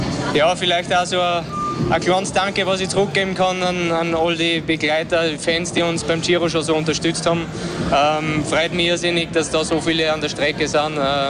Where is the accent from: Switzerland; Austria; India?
Austria; als Österreicher dann bei der Tour of Austria als Leader-Trikot durch Österreich zu fahren, ist absolut bezaubernd.